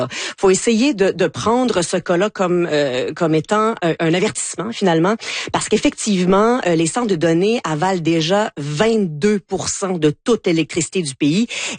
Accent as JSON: {"language": "French", "region": "Quebec", "country": "Canada", "said": "Puis nous, au Québec, imaginez-vous donc que nous n'est pas si opposés que ça, finalement."}